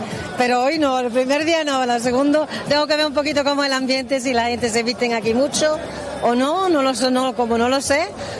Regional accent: Switzerland; Nacida, criada en Suiza

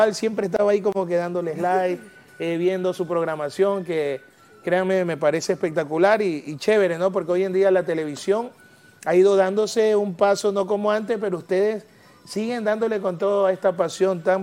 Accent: Ecuador; now in Guayaquil, Ecuador; Hay distintos sectores, estamos afrodescendientes, no sé cómo le dicen acá, siempre decimos el negro, el afro, el mestizo. Hay de todo en mi país

